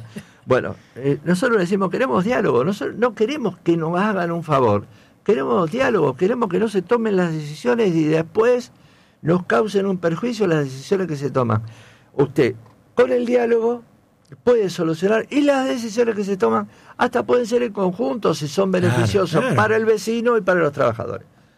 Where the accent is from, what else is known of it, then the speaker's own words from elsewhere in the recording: Rosario, Santa Fe, Argentina; los municipales, que también somos rosarinos.